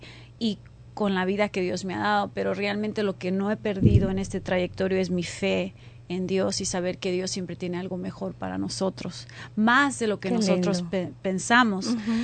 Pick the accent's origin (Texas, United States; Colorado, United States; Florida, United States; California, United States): California, United States; yo nací en California, ahí crecí. Mi mamá llegó a este país cuando tenía como 15 años de Guadalajara. Mi abuelito era un farmer, era una persona que trabajaba en los files de Oxnard, California.